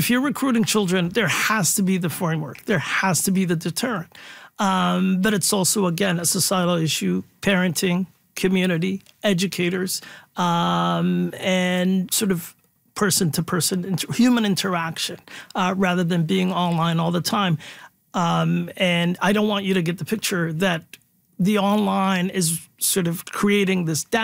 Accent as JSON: {"language": "English", "country": "Canada", "said": "as a Canadian society"}